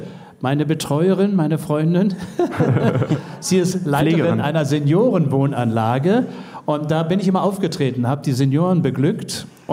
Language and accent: German; Berlin, Germany; Aber West-Berliner und habe 10 Jahre in der DDR auch getingelt.